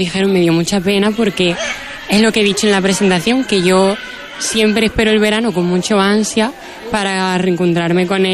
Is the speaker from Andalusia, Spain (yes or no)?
yes; La Carolina, Andalusia, Spain; Yo soy de La Carolina, de un pueblo de Jaén.